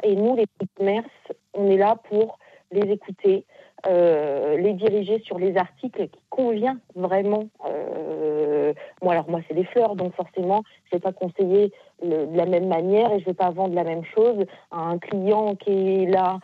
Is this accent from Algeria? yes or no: no; Beaulieu-Roi, France; Alors, moi, je suis de Beaulieu-Roi, donc nous sommes 1300 habitants.